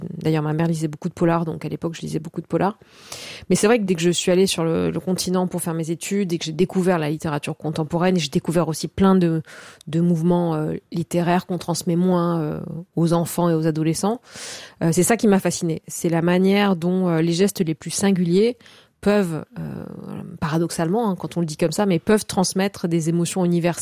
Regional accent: Corsica, France; Puisque moi, je suis donc originaire de Corse et de moyenne montagne, de Castagniccia.

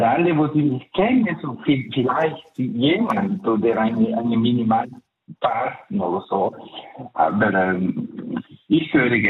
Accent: Switzerland; Und es blieb mir diese italienische Nationalität, aber ursprünglich bin ich Schweizer.

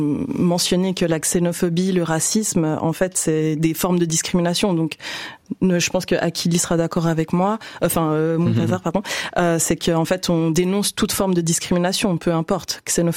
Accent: Geneva, Switzerland; j'ai grandi ici en Suisse, à Genève, donc j'avais aussi des biais racistes, hein, il faut pas penser que parce que je suis noire

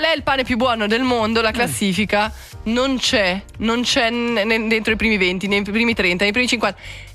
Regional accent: Switzerland; Non perché sono svizzero, poi dopo sono gusti

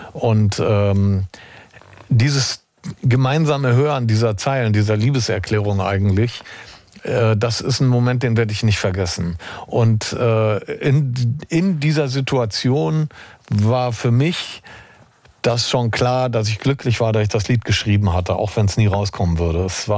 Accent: England, United Kingdom; now in Germany; Und ich als auch Engländer will meinem Sohn natürlich auch was von unseren Wurzeln mitgeben.

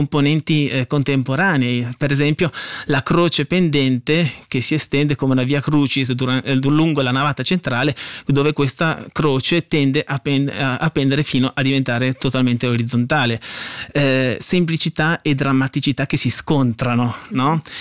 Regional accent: Trento, Trentino-Alto Adige, Italy; born there; la mia città di nascita. Io sono nato a Trento.

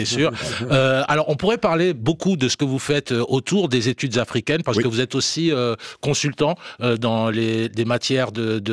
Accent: Côte d’Ivoire; Je m'intéresse justement à la différence entre la France peut-être et la Suisse, à savoir en tant qu'Ivoirien, oui.

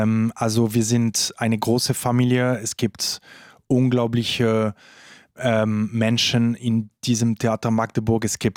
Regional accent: Switzerland; Also ich habe immer gesagt, als Schweizer ist man nicht, also

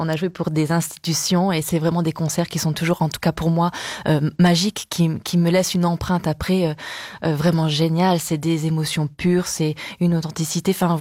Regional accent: Saint-Gérand-le-Puy, Auvergne-Rhône-Alpes, France; Quand j'étais enfant, j'habitais un petit village qui s'appelle Saint-Gérand-le-Puy.

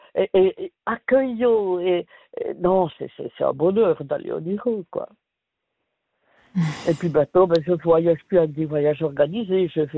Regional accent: Neuchâtel, Switzerland; also born or lived in La Chaux-de-Fonds; Enfin, de la région de Neuchâtel.

